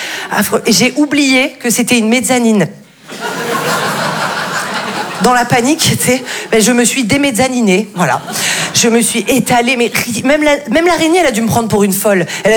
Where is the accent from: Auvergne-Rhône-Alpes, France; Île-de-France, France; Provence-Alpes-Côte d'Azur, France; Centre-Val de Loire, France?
Provence-Alpes-Côte d'Azur, France; Val-de-Blore; c'est vrai que là d'où je viens, c'était assez compliqué les trajets en ambulance, parce que moi je viens d'un tout petit village qui s'appelle Val-de-Blore. Connaissez ? Non, évidemment. Personne ne connaît Val-de-Blore. C'est minuscule, c'est sublime